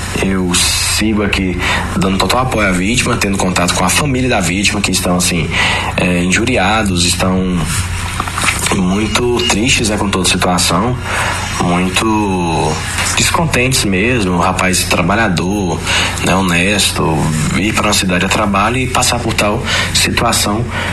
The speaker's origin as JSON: {"language": "Portuguese", "town": "Cocos", "region": "Bahia", "country": "Brazil", "moved": "yes", "lives_now": "Uberlândia and Goiânia, Brazil", "said": "influenciador digital … Eu moro atualmente em Uberlândia e Goiânia, fico lá e cá, e eu sou de Cocos, né, a cidade onde aconteceu tal ocorrido."}